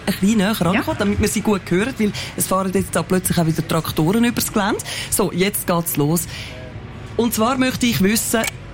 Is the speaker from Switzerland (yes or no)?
yes; Zurich, Switzerland; Ich als Zürcherin darf mich ja selber über Zürcherinnen und Zürcher lustig machen.